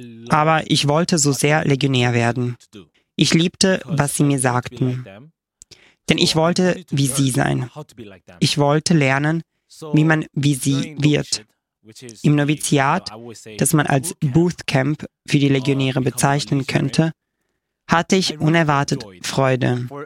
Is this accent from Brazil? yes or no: no; South Korea; moved away; also born or lived in Cheshire; Als Koreaner ist Latein sehr fern.